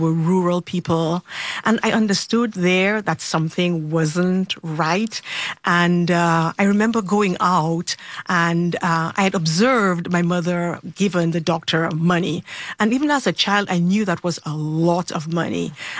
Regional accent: Dominica; born or raised there

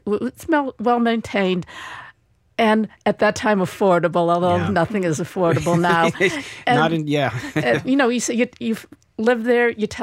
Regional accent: Malden, Massachusetts, United States; I was born in Malden Hospital. I think I was the only Asian baby at that time.

